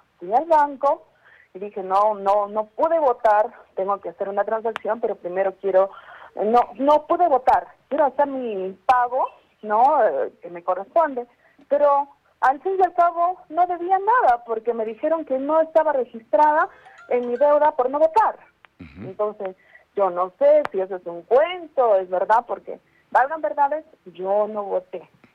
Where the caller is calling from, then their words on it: Peru; yo como buena peruana